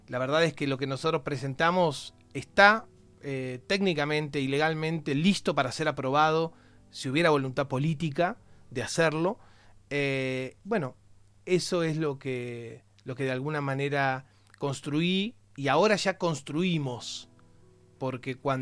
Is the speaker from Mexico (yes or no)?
no; Argentina